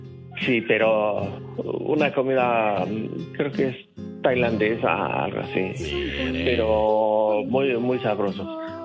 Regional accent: Guanajuato, Mexico; Yo soy de Guanajuato.

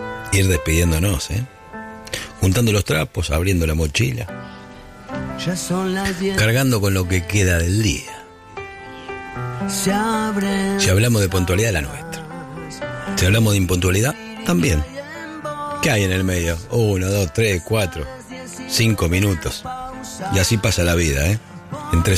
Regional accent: Argentina; Y nos engloba a todos porque somos argentinos.

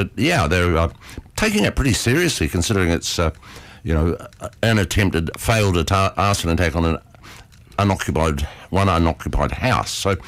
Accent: New Zealand; Growing up in New Zealand, we had one.

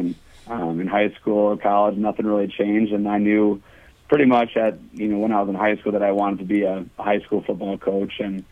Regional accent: Groton, South Dakota, United States; Yeah, I grew up in Groton, South Dakota, right by Aberdeen, and went to school at Northern, played football there.

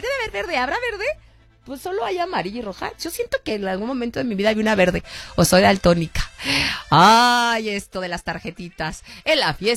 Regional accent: Mexico; muy orgullosa como mexicana porque se empezó a aplicar aquí en México

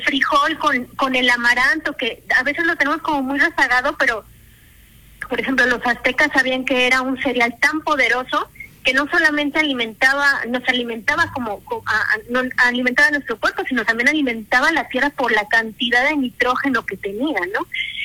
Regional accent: Mexico; representa nuestra identidad como mexicanos.

